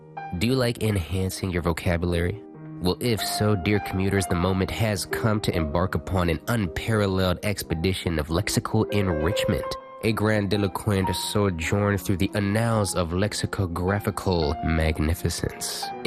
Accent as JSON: {"language": "English", "country": "Philippines", "said": "I feel it. Chase thinks it's because I'm Filipino."}